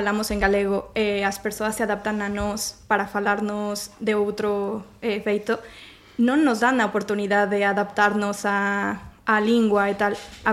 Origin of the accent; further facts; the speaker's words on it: Mexico; Galician is a second language; now in Spain; Eu son mexicana.